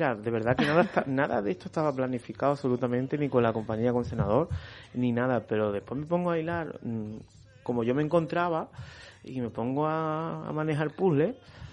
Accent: Nerja, Andalusia, Spain; also born or lived in Málaga; a mí mi tierra es la que me retroalimenta, es la que me da energía. No puedo despegarme de ahí.

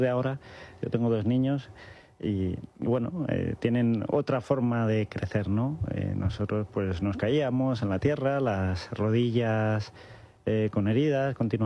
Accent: Collado Villalba, Community of Madrid, Spain; Pues mira, yo nací en Madrid, en La Paz. La ciudad deportiva del Real Madrid, que ya no está aquí.

